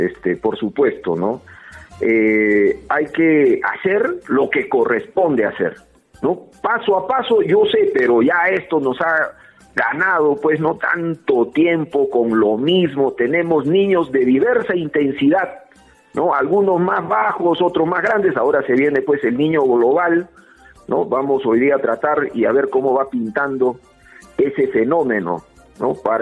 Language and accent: Spanish; Peru; Y nuestra idiosincrasia, así somos los peruanos, ¿no?